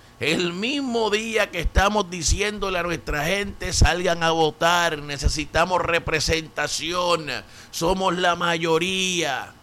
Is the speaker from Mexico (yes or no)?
no; Puerto Rico; yo soy boricua.